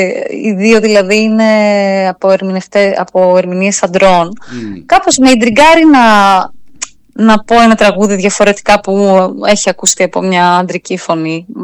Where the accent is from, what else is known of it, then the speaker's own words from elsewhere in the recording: Thessaloniki, Central Macedonia, Greece; moved away as an adult; Γεννήθηκα και μεγάλωσα στη Θεσσαλονίκη, λοιπόν. Ήρθα στην Αθήνα να σπουδάσω θεατρολογία, θεατρικών σπουδών.